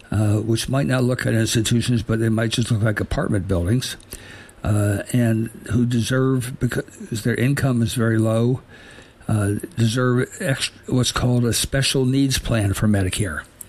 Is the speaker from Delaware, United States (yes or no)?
yes; Dover, Delaware, United States; moved away as an adult; also born or lived in New Jersey; now in Wilkes-Barre, United States; I was raised in the Dover, Delaware area. I was born in New Jersey, but raised in Delaware.